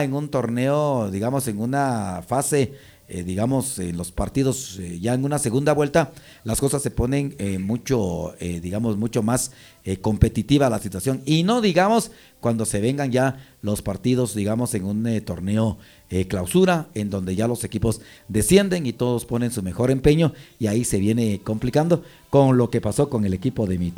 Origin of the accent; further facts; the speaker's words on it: Guatemala; yo soy puro guatemalteco y me gusta bailar el son.